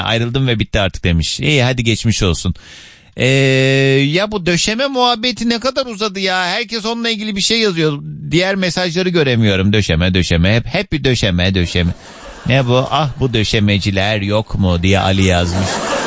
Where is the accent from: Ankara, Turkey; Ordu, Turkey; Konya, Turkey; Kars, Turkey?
Kars, Turkey; Canım memleketim bu arada. Yeni dinleyenler bilmiyorsanız eğer, ben de Karslıyım.